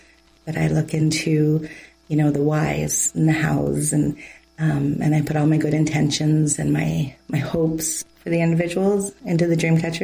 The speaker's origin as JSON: {"language": "English", "town": "Toronto", "region": "Ontario", "country": "Canada", "tie": "born there", "also_born_or_lived": "Georgina, Ontario", "said": "I grew up kind of in Toronto, and then sat in, so Georgina, so it was quieter when I moved there."}